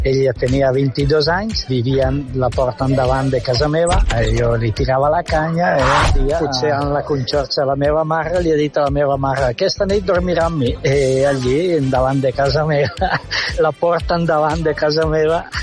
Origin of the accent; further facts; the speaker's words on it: Bagolino, Lombardy, Italy; Catalan is a second language; moved away as an adult; now in Catalonia, Spain; del meu poble a Itàlia, a Bagolino, província de Brescia, tocant el Trentino, que allà va sigut gairebé no m'he mogut de casa